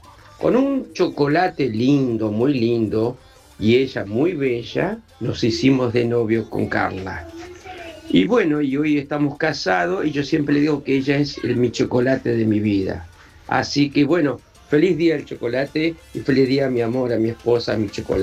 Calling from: Marcos Paz, Buenos Aires Province, Argentina; de Marcos Paz.

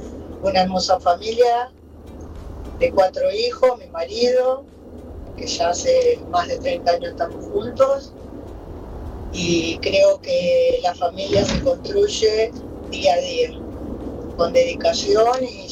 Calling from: Gregorio de Laferrere, Buenos Aires Province, Argentina; de La Ferrere

